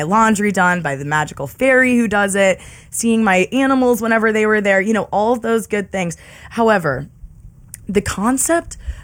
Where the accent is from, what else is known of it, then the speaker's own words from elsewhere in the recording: Pittsburgh, Pennsylvania, United States; which I'm a girl from Pittsburgh, Pennsylvania, and, you know, we just had very different walks of life